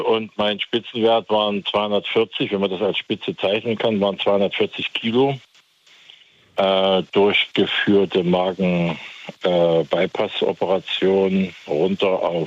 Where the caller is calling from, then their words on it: Berlin, Germany; schönen guten Abend aus Berlin.